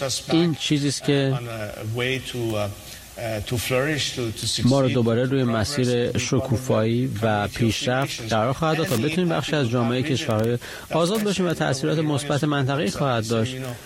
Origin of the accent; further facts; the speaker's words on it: Iran; ایران است که من در اون بزرگ شدم